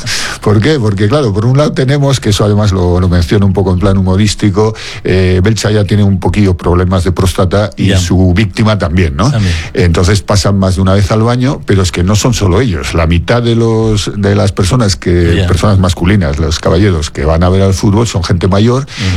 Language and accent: Spanish; San Sebastián, Basque Country, Spain; Donostiarra, de San Sebastián